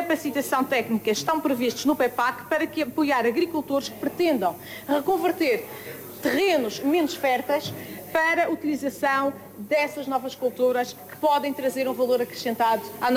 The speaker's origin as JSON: {"language": "Portuguese", "region": "Madeira", "country": "Portugal"}